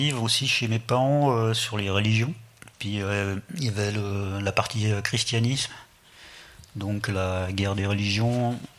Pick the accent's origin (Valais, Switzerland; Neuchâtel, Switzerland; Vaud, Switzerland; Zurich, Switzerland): Zurich, Switzerland; born there; first language German; French is a second language; also born or lived in Geneva; comme moi je suis d'origine allemande, je suis né à Zurich en Suisse, mais on parle à l'allemand.